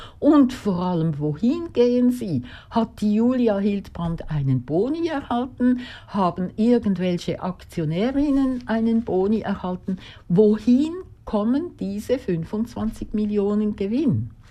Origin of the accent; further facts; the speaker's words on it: Zurich, Switzerland; die Zürcher und Zürcherinnenbevölkerung, also wir, die Steuerzahlerinnen